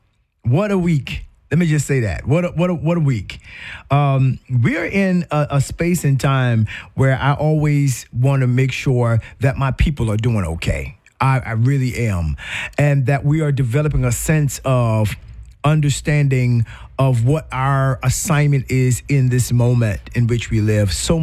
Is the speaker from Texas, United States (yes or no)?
no; South Carolina, United States; You know, my home state of South Carolina just moved a longtime Congressman James Clyburn out and gave that to and redistricted to a Republican.